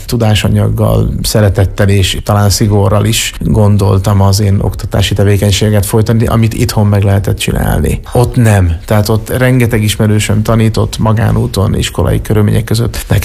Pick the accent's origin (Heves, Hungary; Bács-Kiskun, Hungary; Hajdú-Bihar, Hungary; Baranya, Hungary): Bács-Kiskun, Hungary; Kecskemét; born there